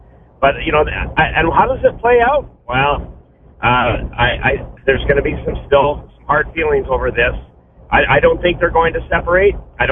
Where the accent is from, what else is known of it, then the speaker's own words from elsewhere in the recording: Alberta, Canada; now in Saskatoon, Canada; I'm originally from Alberta, and I understand the sentiment there. I was growing up in Alberta in the late 70s when separation was a serious discussion they were having at that time